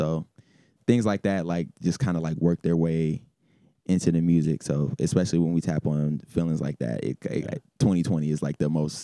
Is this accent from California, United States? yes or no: yes; California, United States; Me and my brother, growing up in Cali